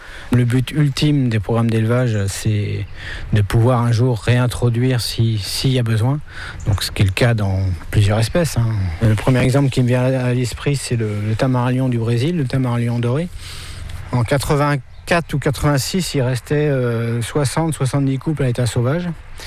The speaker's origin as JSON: {"language": "French", "country": "France", "said": "chez nous, en France"}